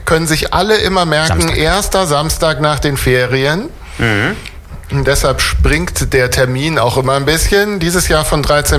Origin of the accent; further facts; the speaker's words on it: Munich, Bavaria, Germany; now in Rhineland, Germany; das sage ich jetzt als Münchner, wo aufgewachsen bin, wo es das auch nicht gab, sondern wenn man sich Bier kaufen wollte, muss man an die Tankstelle fahren.